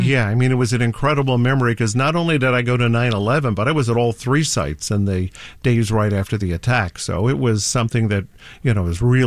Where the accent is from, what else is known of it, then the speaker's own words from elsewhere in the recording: Pittsburgh, Pennsylvania, United States; I'm from Pennsylvania. I mean, Pittsburgh's my hometown.